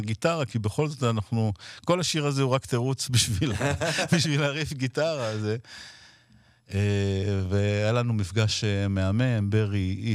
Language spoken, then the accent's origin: Hebrew; Ashdod, Southern District, Israel; בתכלס זה הזכיר לי את אשדוד, המקום שגדלתי בו.